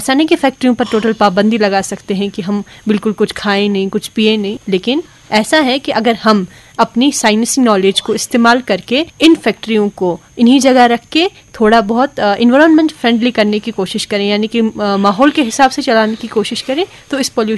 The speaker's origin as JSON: {"language": "Hindi", "town": "Rawatpura", "region": "Jammu and Kashmir", "country": "India", "lives_now": "Srinagar, India", "said": "मैं रावतपुरा से हूँ जो कि कुपवारा का एक बहुत ही सुंदर गांव है। तो फिलहाल मैं श्रीनगर में रहती हूँ पढ़ाई के सिलसिले में, लेकिन अपने गांव को बहुत मिस।"}